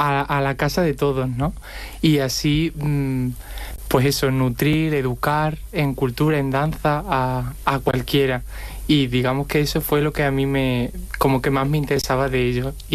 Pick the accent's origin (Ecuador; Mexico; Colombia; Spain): Spain; Extremadura; moved away; como vengo de un entorno rural, o sea, vengo de Extremadura